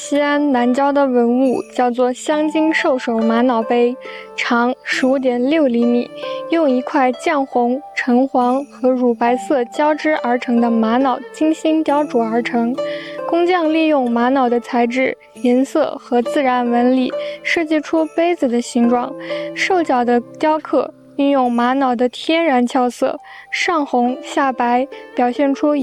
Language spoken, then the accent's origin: Chinese; Kazakhstan; 我的家乡哈萨克斯坦自古就是丝绸之路上的关键通道